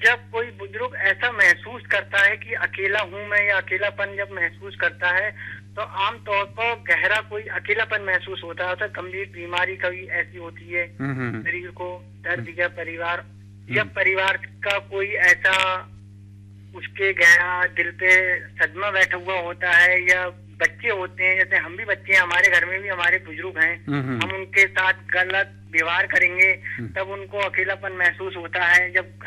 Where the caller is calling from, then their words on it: Kareli, Uttar Pradesh, India; मैं यहीं अपने गांव करेली में ही हूँ इस वक्त